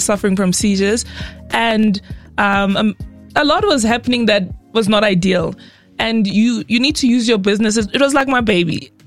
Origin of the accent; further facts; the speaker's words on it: Venda, Limpopo, South Africa; I grew up in Venda or Madombija, which is a very small village. And growing up in an underserved area